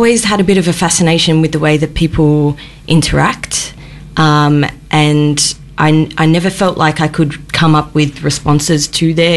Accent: Hobart, Tasmania, Australia; and I'm from Hobart. There wasn't really... it was very much... The theatre in general was very much seen as a hobby when I was growing up and not a career path to pursue.

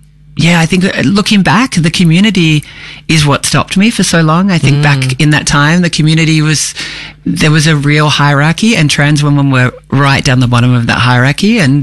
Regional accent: Melbourne, Victoria, Australia; But always come home to Melbourne.

